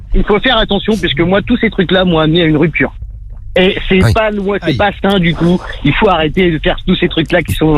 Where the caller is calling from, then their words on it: Cherbourg, Normandy, France; Allez, moi je viens de Cherbourg. C'est une toute petite ville. Il y a pas beaucoup de gens. Donc voilà, je viens de Cherbourg